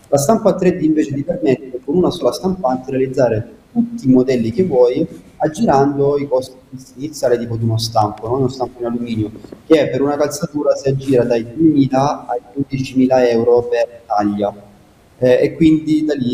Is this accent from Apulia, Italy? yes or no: yes; Casarano, Apulia, Italy; nonostante sia io che Marco siamo nati e cresciuti a Caserano